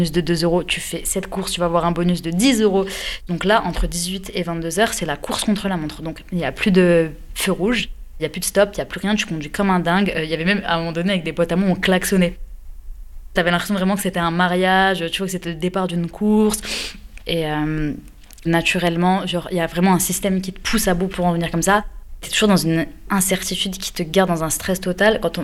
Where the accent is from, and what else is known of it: Metz, Grand Est, France; born or raised there; now in Créteil, France